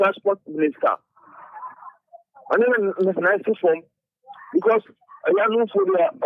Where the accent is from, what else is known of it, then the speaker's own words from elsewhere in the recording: Ghana; We, as a Ghanaian, voted for President Mahama.